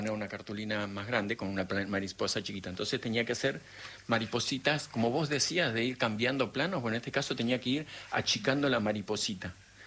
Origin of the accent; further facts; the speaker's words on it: Bariloche, Río Negro, Argentina; also born or lived in El Manso; pasé de la escuela alemana de Bariloche, yo nací en Bariloche, a la Escuela Rural del Manso.